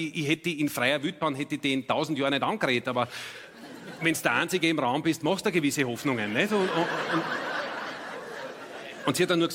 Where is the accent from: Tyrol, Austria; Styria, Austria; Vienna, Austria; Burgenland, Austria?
Styria, Austria; Ich komme ja, bin gebürtig aus der Steiermark.